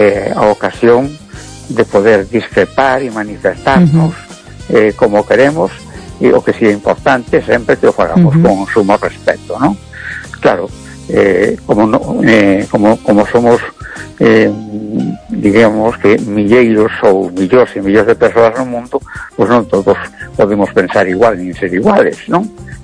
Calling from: A Coruña, Galicia, Spain; de Coruña.

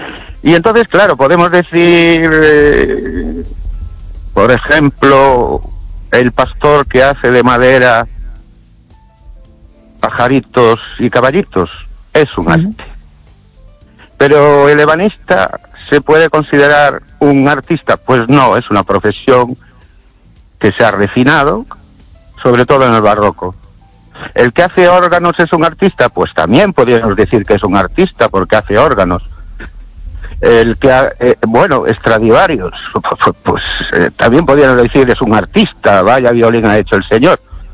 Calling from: Ourense, Galicia, Spain; Buenas noches, estéreo oyente … de Orense.

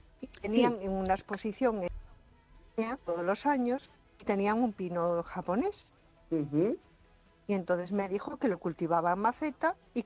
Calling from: A Coruña, Galicia, Spain; de Coruña.

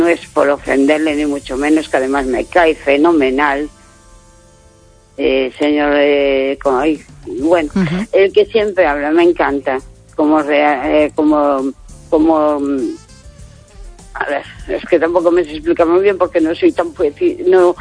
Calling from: A Coruña, Galicia, Spain; me considero coruñesa

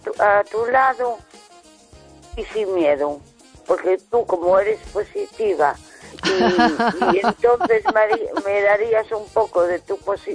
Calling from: A Coruña, Galicia, Spain; buenas, de Coruña.

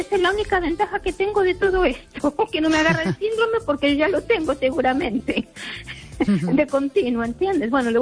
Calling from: Ourense, Galicia, Spain; de Orense.

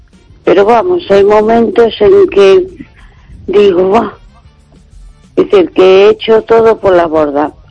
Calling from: A Coruña, Galicia, Spain; de Coruña.

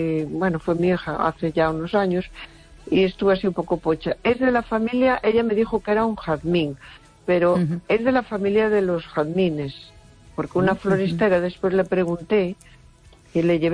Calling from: A Coruña, Galicia, Spain; de Coruña.

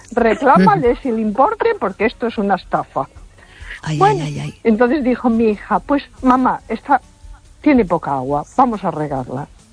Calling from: A Coruña, Galicia, Spain; de Coruña.

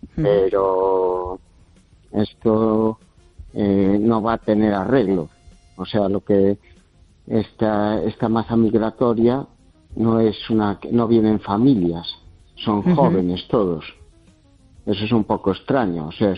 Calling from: Ourense, Galicia, Spain; Desde Ourense

